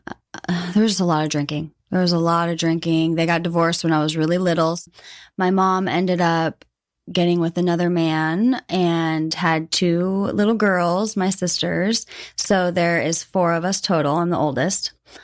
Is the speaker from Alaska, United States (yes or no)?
yes; Nikiski, Alaska, United States; I am born and raised in Alaska. In Nikiski, Alaska is where I grew up, and I am Tlingit Haida and Blackfoot and Cherokee Indian.